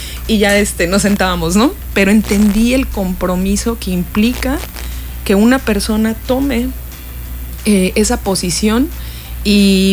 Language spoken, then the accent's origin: Spanish; Guerrero, Mexico; Yo soy del estado de Guerrero